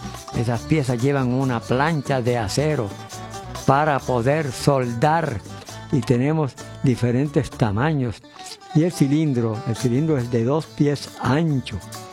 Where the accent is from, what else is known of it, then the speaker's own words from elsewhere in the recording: Añasco, Puerto Rico; en mi pueblo Añasco